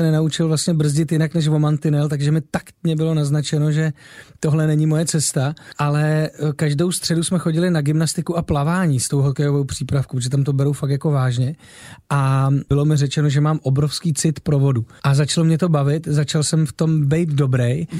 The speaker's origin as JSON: {"language": "Czech", "town": "Třinec", "region": "Moravian-Silesian Region", "country": "Czechia", "tie": "born or raised there", "said": "já jsem z Třince."}